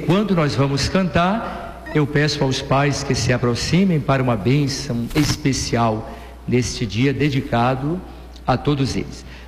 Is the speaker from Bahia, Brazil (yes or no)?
yes; Brumado, Bahia, Brazil; moved away; 25 anos que eu fui ordenado padre lá na minha cidade de origem, Brumado.